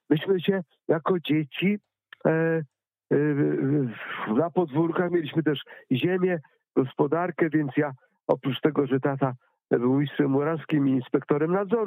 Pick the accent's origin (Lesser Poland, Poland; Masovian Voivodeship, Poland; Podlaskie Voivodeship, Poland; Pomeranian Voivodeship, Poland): Pomeranian Voivodeship, Poland; mogłem zwiedzać mój rodzinny kraj, Kaszuby.